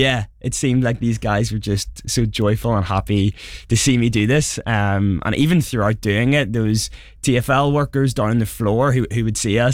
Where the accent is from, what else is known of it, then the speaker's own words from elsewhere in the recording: Belfast, Northern Ireland, United Kingdom; moved away as an adult; now in London, United Kingdom; moving from Belfast was a big change, and a big change of speed and intensity of London.